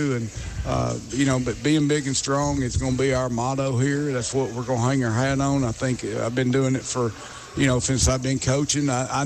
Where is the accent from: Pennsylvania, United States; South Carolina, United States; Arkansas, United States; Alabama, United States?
Arkansas, United States; Pine Bluff; I played at UAM. I'm from Pine Bluff, Arkansas